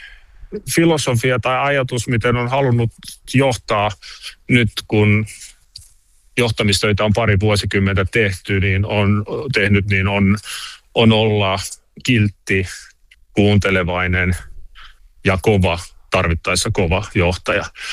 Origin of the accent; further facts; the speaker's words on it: Valkeala, Kymenlaakso, Finland; born there; also born or lived in Myllykoski / Kotka; now in Helsinki, Finland; Mulla on juuret isovanhempien ja vanhempien kautta siellä. Toki olen syntynyt Myllykoskella ja kasvanut teinivuodet Valkealassa, mutta Kotka on koko ajan ollut osa sitä henkilökohtaista elämää.